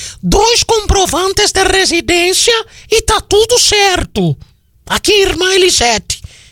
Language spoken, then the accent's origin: Portuguese; Rio Grande do Sul, Brazil; eu sou gaúcho, eu não falo errado.